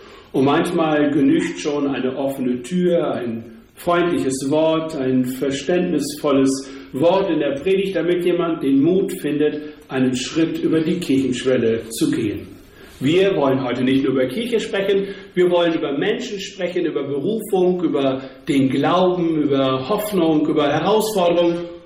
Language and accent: German; Mönckebohm-Moorhusen, Lower Saxony, Germany; Vor genau einem Jahr hat ein junger Pastor seinen Dienst in meiner Heimatgemeinde Mönckebohm-Moorhusen begonnen.